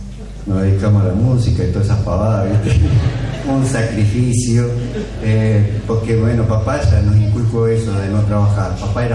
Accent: Paso de los Toros, Tacuarembó, Uruguay; born there; moved away; Bueno, nací en Paso de los Toros hace 35 años. Perdón. Hace 35 años que salí de allí con un sueño a cuesta

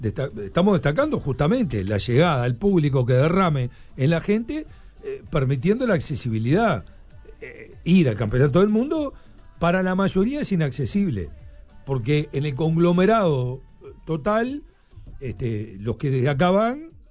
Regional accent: Uruguay; No, nosotros somos uruguayos menos mal.

